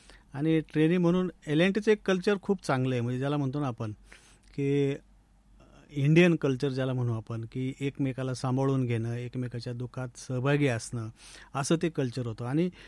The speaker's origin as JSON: {"language": "Marathi", "town": "Umraj", "region": "Maharashtra", "country": "India", "tie": "born or raised there", "moved": "yes", "lives_now": "Ahmednagar, India", "said": "माझं बालपण, माझं गाव उमरज जुन्नर तालुक्यामध्ये, उमरज या गावीच गेलं मी। आमचं गावापासून 1-2 किलोमीटर आतमध्ये खेडेगाव आहे, सोंडेवाडी असं वाडी आहे छोटीशी, आणि त्या वाडीमध्येच गेलं।"}